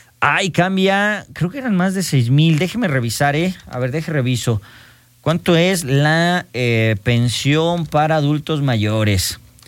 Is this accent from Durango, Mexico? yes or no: no; Jalisco, Mexico; now in Aguascalientes, Mexico; Están muy bonitas las de mi tierra, las jaliscienses.